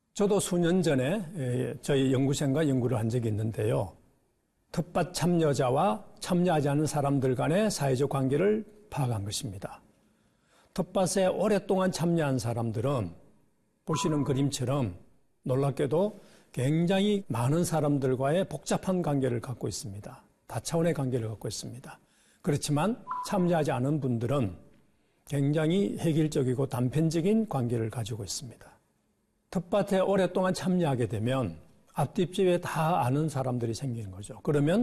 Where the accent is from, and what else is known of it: South Korea